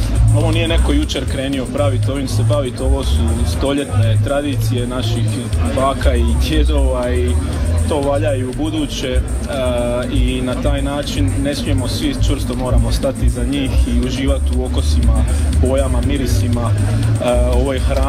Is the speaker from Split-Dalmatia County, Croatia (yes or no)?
no; Vukovar, Vukovar-Syrmia County, Croatia; pa ja sam iz Vukovara